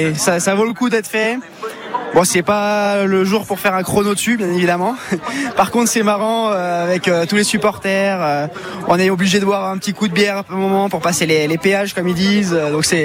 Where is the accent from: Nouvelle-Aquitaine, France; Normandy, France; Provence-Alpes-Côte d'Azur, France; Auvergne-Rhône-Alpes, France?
Auvergne-Rhône-Alpes, France; Huez; also born or lived in Saint-Étienne; je suis un enfant de la station. Je suis né à Saint-Étienne, mais j'ai toujours passé mon temps ici à l'Alpe d'Huez.